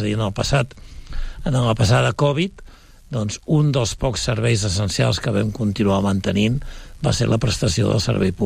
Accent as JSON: {"language": "Catalan", "town": "Sabadell", "region": "Catalonia", "country": "Spain", "said": "Els valors, diria, com a sabadellenc i també com a valors de família."}